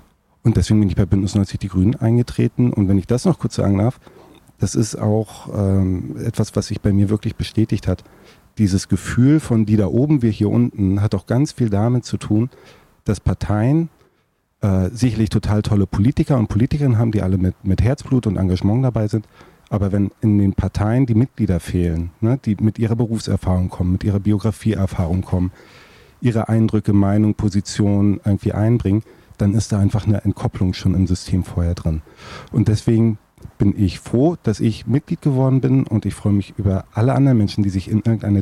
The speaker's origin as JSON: {"language": "German", "town": "Ludwigslust", "region": "Mecklenburg-Vorpommern", "country": "Germany", "tie": "born or raised there", "lives_now": "Rostock, Germany", "said": "Ich lebe seit über 20 Jahren total gerne in Rostock. Rostock ist meine Heimatstadt geworden, aber geboren und aufgewachsen bin ich in Ludwigslust."}